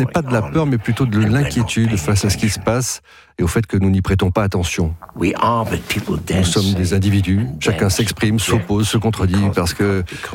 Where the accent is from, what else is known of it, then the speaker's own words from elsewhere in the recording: England, United Kingdom; French is a second language; Et en plus, je viens du nord d'Angleterre.